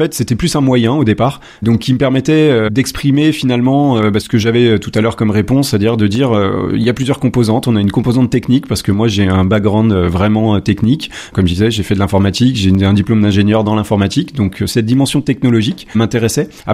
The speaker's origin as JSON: {"language": "French", "region": "Auvergne-Rhône-Alpes", "country": "France", "tie": "born or raised there", "also_born_or_lived": "Île-de-France", "moved": "as an adult", "said": "moi je suis originaire du Rhône, donc après mon exil en Ile-de-France"}